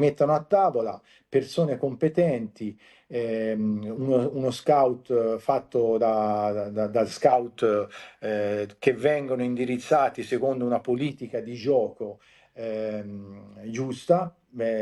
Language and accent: Italian; Tuscany, Italy; anche da Toscano